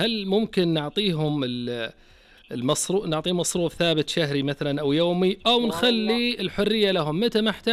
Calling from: Jeddah, Makkah Province, Saudi Arabia

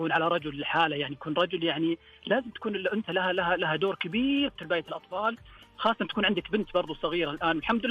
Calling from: Sakaka, Al-Jawf, Saudi Arabia; اكلمك من سكاكي منطقة الجوف.

